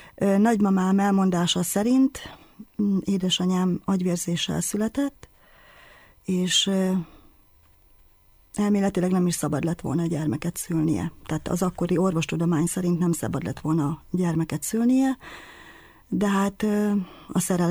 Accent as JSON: {"language": "Hungarian", "country": "Hungary", "tie": "born or raised there", "said": "amikor én megszülettem itt a fővárosba, akkor 8 naposan haza kerültem vidékre, és gyakorlatilag 8 naposan a nagymamámikhoz kerültem, akik felneveltek."}